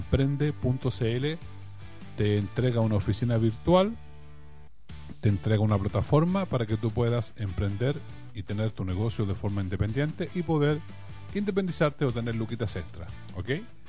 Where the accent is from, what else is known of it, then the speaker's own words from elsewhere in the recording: Villa Alemana, Valparaíso, Chile; saludos a Villa Alemana, mi tierra